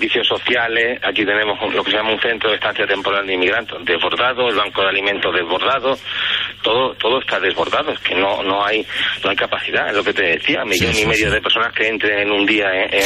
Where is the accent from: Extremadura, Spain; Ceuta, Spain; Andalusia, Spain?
Ceuta, Spain; Por un lado, yo siento, como ceutí, como español, siento que esto es una invasión.